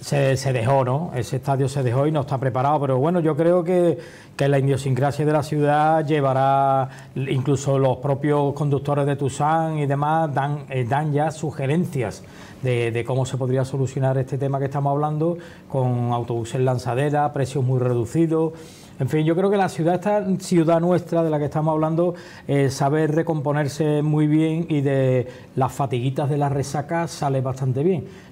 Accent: Seville, Andalusia, Spain; Yo personalmente, como sevillano

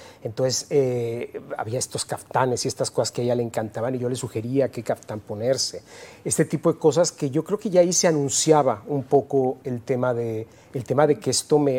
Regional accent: Mexico; moved away as an adult; Nací en México, sí.

